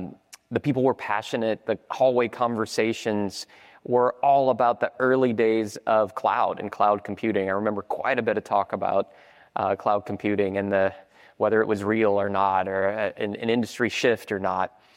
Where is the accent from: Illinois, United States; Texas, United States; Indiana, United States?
Texas, United States; Austin; my hometown of Austin, Texas.